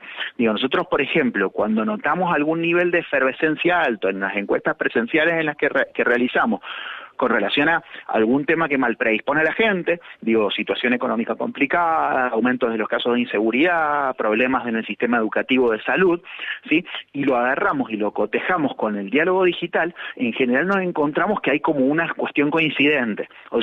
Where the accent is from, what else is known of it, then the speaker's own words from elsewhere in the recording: Mendoza, Argentina; y como nosotros somos de Mendoza, le preguntamos a la gente cómo anda, la saludamos.